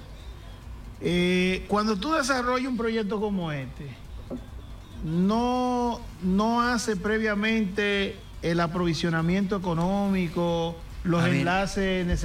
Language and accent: Spanish; Dominican Republic; moved away; nosotros somos de allí